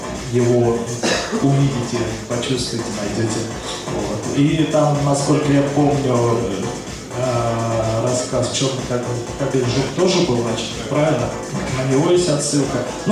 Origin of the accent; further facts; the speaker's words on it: Ivanovo Oblast, Russia; moved away; про наши ивановские деревни, про те места, где я родился, вырос, получил какое-то образование, прежде чем уехать в город.